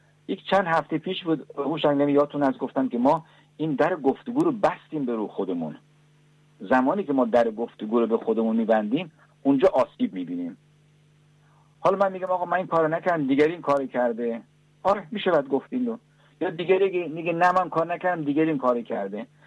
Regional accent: Iran; چرا؟ برای که ما همون ایرانی هستیم، میخوایم ایرانمون آباد کنیم.

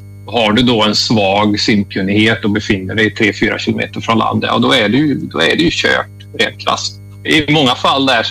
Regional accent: Sweden; som svensk

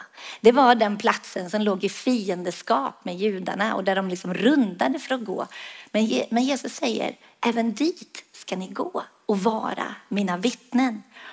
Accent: Sweden

